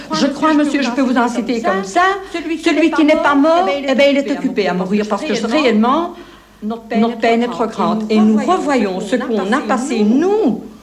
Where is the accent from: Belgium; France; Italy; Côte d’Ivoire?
Belgium; Laeken, Brussels; Je vis tous les jours. Je viens de Laeken. Revoir mon quartier.